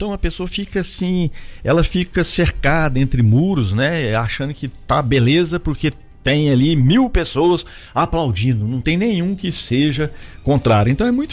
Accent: Brazil; nós então somos brasileiros

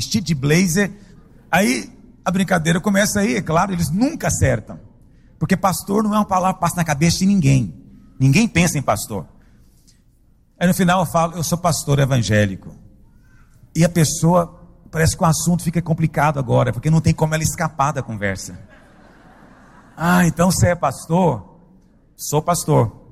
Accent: Goiânia, Goiás, Brazil; De onde você é? Eu sou de Goiânia.

